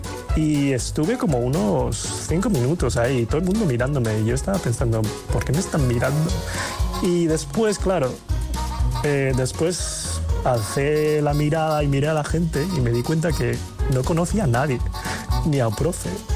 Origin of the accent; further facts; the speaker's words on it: China; Igual ese como encasillamiento de que soy chino, que no, igual no hable muy bien el idioma, que desconozco, soy como turista o por ejemplo en los trabajos pues me ponen cosas que tienen que ver con China o con Asia